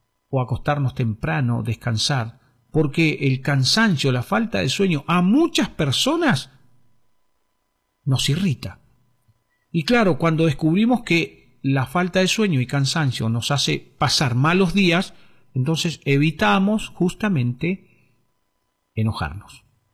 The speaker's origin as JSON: {"language": "Spanish", "country": "Argentina", "lives_now": "Neuquén, Argentina", "said": "Hola a todos mis amigos, muchas bendiciones desde aquí. Neuquén capital, la capital de la Patagonia, así le dicen a nuestra ciudad."}